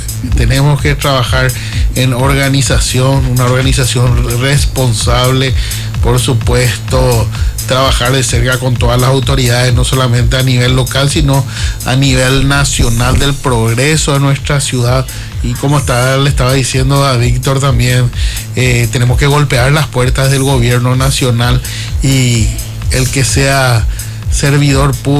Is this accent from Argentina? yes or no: no; Luque, Central, Paraguay; Un fanático por mi querida ciudad